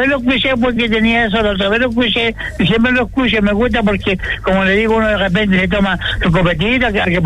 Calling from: Los Álamos, Biobío, Chile; Yo pertenezco a la comuna de Álamos, pero yo soy del campo, del sector Sara de Lebu.

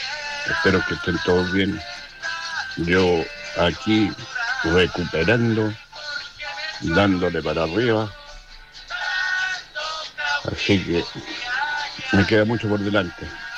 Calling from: La Calera, Valparaíso, Chile; de aquí de Calera

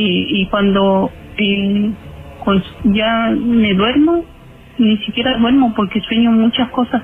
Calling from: Osorno, Los Lagos, Chile; De Osorno, pero vivo por parte del campo, para el lado de Forragua.

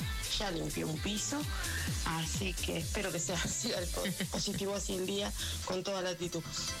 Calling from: Ciudadela, Buenos Aires Province, Argentina; de Ciudadela.

